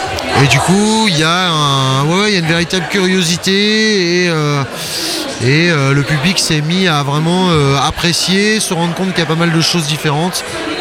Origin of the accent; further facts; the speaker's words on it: Hauts-de-France, France; now in Brittany, France; parce que je viens du Nord